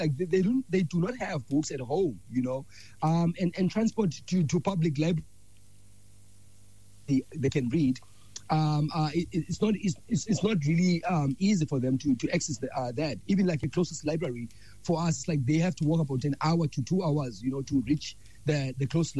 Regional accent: Vrygrond, Western Cape, South Africa; I was born and raised in Vryheid, like 15 minutes away from the Muizenberg area.

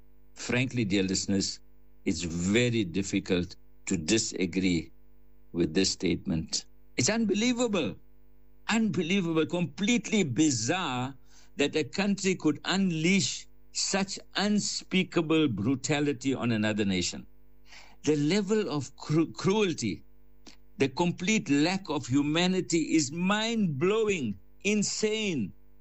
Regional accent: Port Shepstone, KwaZulu-Natal, South Africa; my hometown, Port Shepstone.

